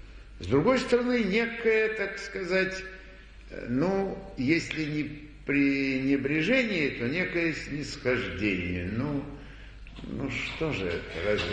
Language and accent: Russian; Omsk Oblast, Russia; moved away as an adult; also born or lived in Tara; now in Moscow, Russia; Я сам из Сибири, из Омской области. И когда я в 47-м, 48-м, 49-х годах учился в театральном училище в Москве и приезжал в городок Тара, где жили мои родители